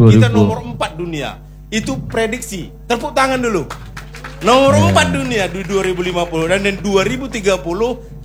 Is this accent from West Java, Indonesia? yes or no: no; North Sumatra, Indonesia; kulo saya ini orang Batak.